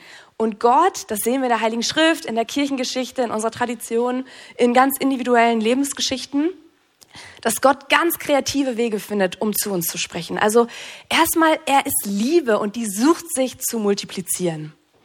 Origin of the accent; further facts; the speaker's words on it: North Rhine-Westphalia, Germany; Ich komme aus NRW.